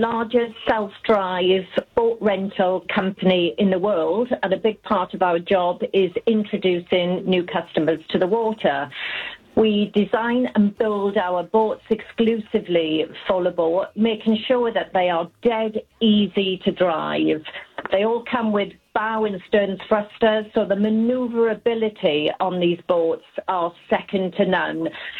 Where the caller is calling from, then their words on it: United Kingdom; I'm calling you from the sunny UK.